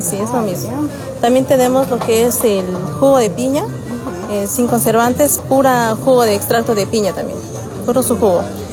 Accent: Chimoré, Cochabamba, Bolivia; somos del Chimoré, del municipio de Chimoré.

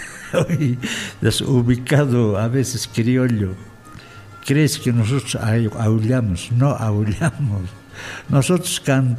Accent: Peru; cada día nos hacen recordar que somos peruanos

